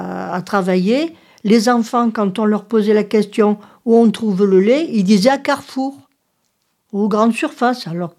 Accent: Southern France, France; accent: midi; j'ai l'accent du midi.

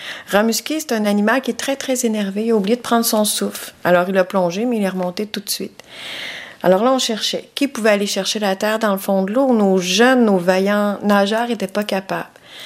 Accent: Wendake, Quebec, Canada; je fais partie de la nation Huron Wendat, je suis de Wendake.

